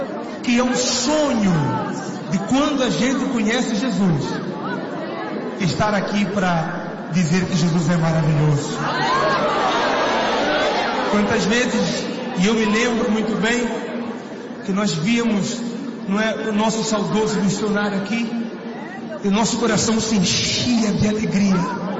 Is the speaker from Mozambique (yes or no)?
yes; Mozambique